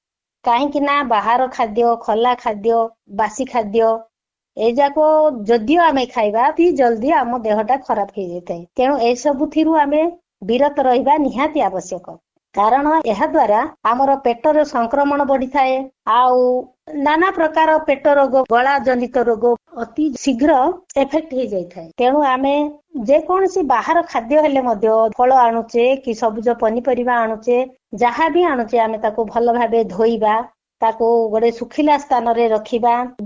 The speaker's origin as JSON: {"language": "Odia", "town": "Koraput", "region": "Odisha", "country": "India", "said": "ମୁଁ ହଉଛି କୋରାପୁଟର ଝିଅ"}